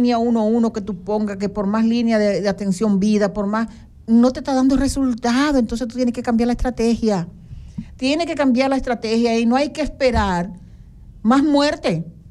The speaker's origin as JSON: {"language": "Spanish", "country": "Dominican Republic", "said": "Pero somos dominicanos y tenemos sangre en las venas y somos mujeres."}